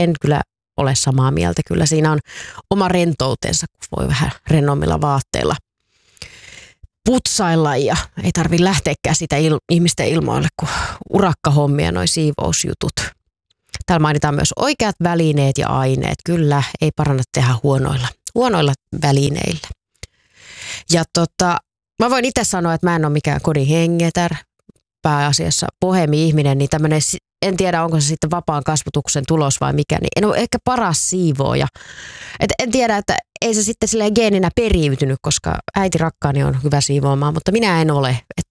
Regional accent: Tampere, Pirkanmaa, Finland; born or raised there

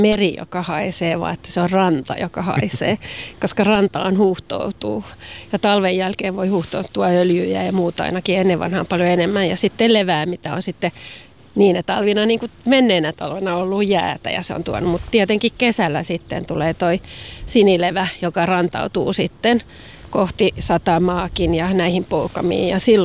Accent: Southwest Finland, Finland; born there; moved away; also born or lived in Turku; mä oon kyllä syntyjään ihan täältä. Toki näin päivänvallon Turussa, mutta äitikin on syntyjään täällä, täältä, tai oli.

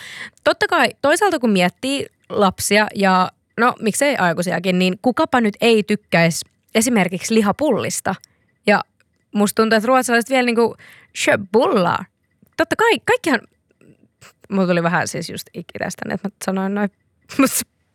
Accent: Seinäjoki, South Ostrobothnia, Finland; Seinäjoki, jossa olen ala- ja yläasteeni muun muassa käynyt

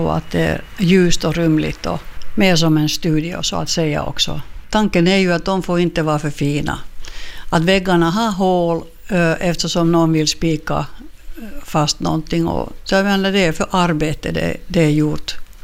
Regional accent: Finland; also born or lived in Stockholm, Sweden; now in Korpo, Finland; jag blev trött att bo i Sverige helt enkelt. Att jag alltid var den här finländaren. Och jag flyttade då till Finland

